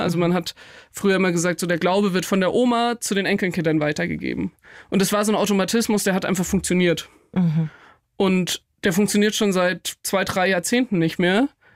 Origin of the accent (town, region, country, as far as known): Nittenau, Bavaria, Germany; born or raised there